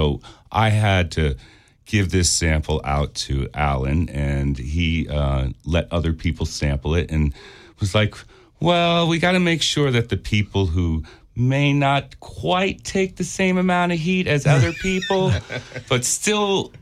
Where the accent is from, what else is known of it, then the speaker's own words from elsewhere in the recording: East Coast, United States; now in San Diego, United States; So I grew up on the East Coast